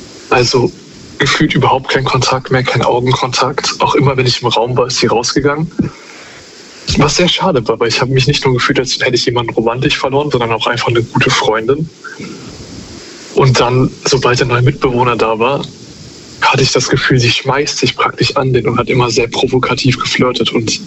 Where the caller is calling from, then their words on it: Cologne, North Rhine-Westphalia, Germany; ich komme aus Köln.